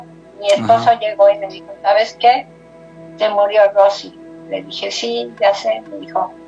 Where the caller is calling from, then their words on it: Tlalnepantla, State of Mexico, Mexico; De Tlalnepantla.